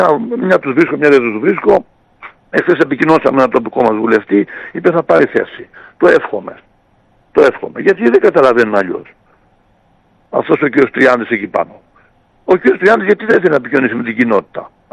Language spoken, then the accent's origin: Greek; Chania, Crete, Greece